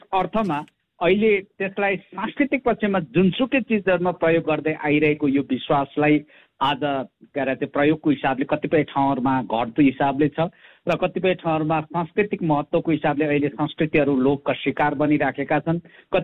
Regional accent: Koshi Province, Nepal; मेरो गाउँघर टोलबस्ती 70 गाउँपालिकाभित्र, म 70 गाउँपालिकाको अहिले गाउँपालिका प्रमुख पनि भएकोले

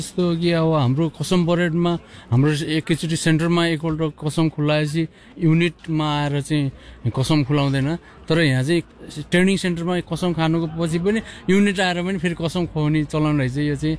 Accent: Gorkha, Gandaki Province, Nepal; नेपालको गोर्खा जिल्लाबाट आयो.

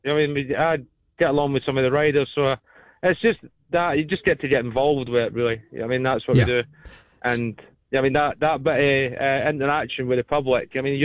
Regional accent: Northern Ireland, United Kingdom; born there; now in Scotland; I'm actually born from Northern Ireland

